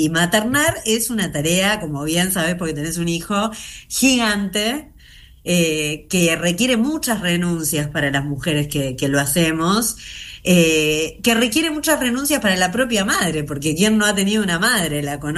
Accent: Uruguay; soy una actriz uruguaya

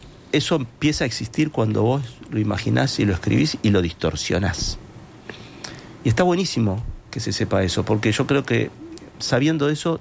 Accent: Montevideo, Uruguay; Si bien no es la casa que nací, desde los 6 años viví en una casa en Sayago. Uh-huh. Para mí es como... No es el origen exacto, pero viví como hasta los 20 años.

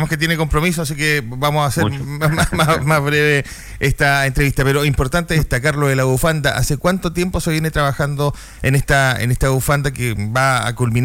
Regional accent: Putaendo, Valparaíso, Chile; Somos de Putaendo y tenemos que estar ahí con esta importante actividad que es la bufanda

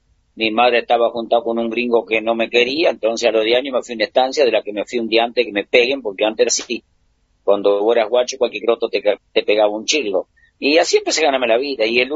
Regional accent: Entre Ríos, Argentina; Y yo nací en Entre Ríos, un pueblito chiquitito, rancherío, paja y barro

